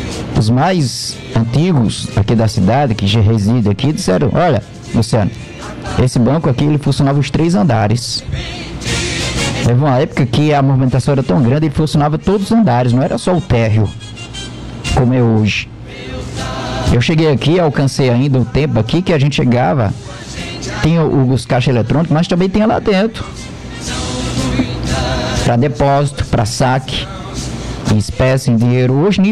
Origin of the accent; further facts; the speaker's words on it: Campina Grande, Paraíba, Brazil; now in Taperoá, Brazil; a minha terra, Campina Grande.